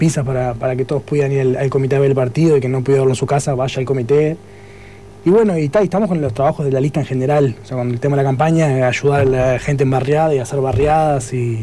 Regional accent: Montevideo, Uruguay; born there; Yo soy uno de ellos, yo nací en Montevideo.

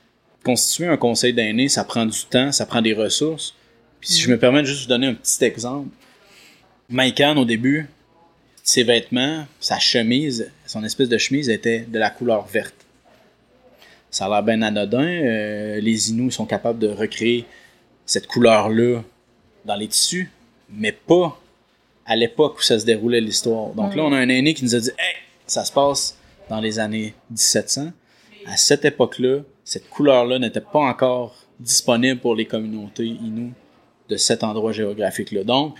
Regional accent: Magdalen Islands, Quebec, Canada; j'ai été élevé aux Îles-de-la-Madeleine.

